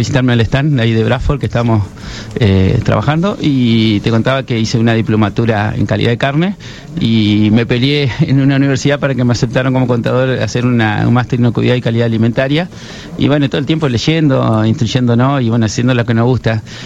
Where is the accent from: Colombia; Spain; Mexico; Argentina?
Argentina; Viale, Entre Ríos; en Viale está el Tommy Chancalay, que jugó, es de mi pueblo.